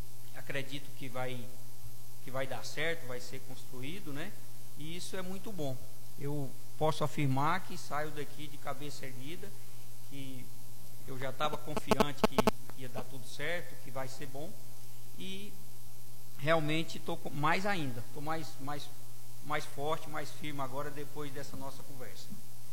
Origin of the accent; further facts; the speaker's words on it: Brazil; moved away as an adult; also born or lived in Posse; eu sou natural de Aciara, fui comerciante, empreendedor lá em Posse há 20 anos